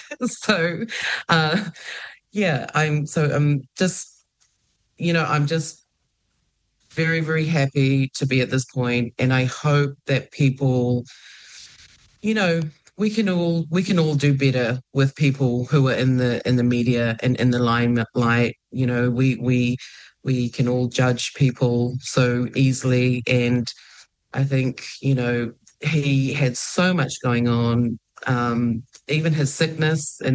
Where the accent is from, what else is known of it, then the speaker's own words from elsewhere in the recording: Ha'apai, Tonga; Well, you know, I'm from Hapai. I'm from Tongolileka.